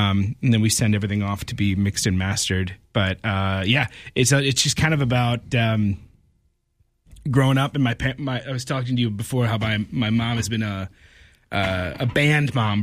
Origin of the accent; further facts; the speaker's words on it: Madison, Wisconsin, United States; So it's me and my guitarist, Dan Glomsky. We're from Madison.